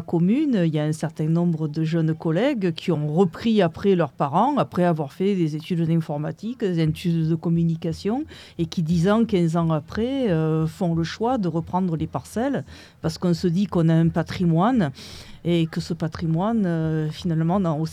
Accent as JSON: {"language": "French", "town": "Pernes-les-Fontaines", "region": "Provence-Alpes-Côte d'Azur", "country": "France", "said": "Bon, moi, je suis de Pernes-les-Fontaines. Tous les voisins, c'était des agriculteurs et les filles et les garçons avaient mon âge, enfin ceux de ma génération."}